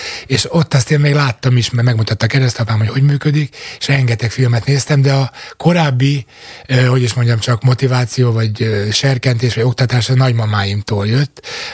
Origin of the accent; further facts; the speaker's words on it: Makó, Csongrád-Csanád, Hungary; Makón születtem